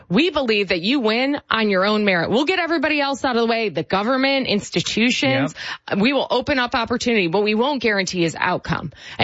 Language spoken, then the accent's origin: English; Rochester, New York, United States; I grew up in, as I like to say the rest of New York. I grew up in Rochester, New York.